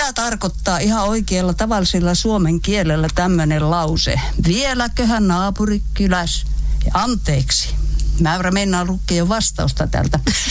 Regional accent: Haapajärvi, North Ostrobothnia, Finland; accent: Haapajärvi dialect, Ostrobothnian; moved away; Mä menen sinne, mistä mä oon kotoisin, niin mä rupean puhumaan sitä leveetä Haapajärven murretta.

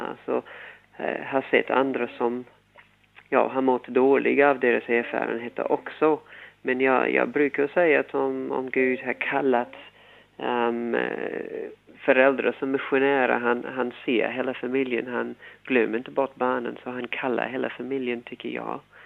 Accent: New Zealand; Swedish is a second language; moved away as an adult; now in Sweden; jag kommer ursprungligen ifrån Nya Zeeland

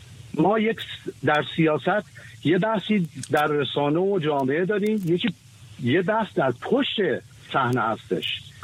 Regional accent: Iran; امروز ما ناراحت و گرفتار این هستیم که یک کشور خارجی به قسمتی از وطن و بدن ما ح

